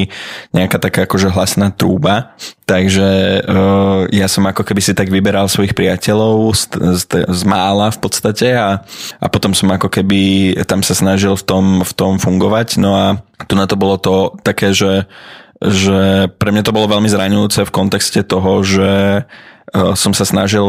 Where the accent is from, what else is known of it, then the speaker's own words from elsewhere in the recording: Bratislava, Bratislava Region, Slovakia; Som Bratislavčan, žijúci v Petržalke, som po novom už pracujúci, čiže nedávno som skončil vysokú školu a som ženatý.